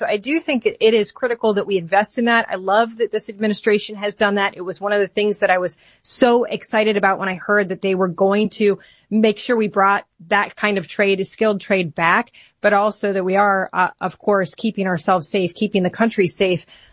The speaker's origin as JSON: {"language": "English", "region": "Michigan", "country": "United States", "tie": "born or raised there", "said": "obviously we see candidates like in my home state of Michigan"}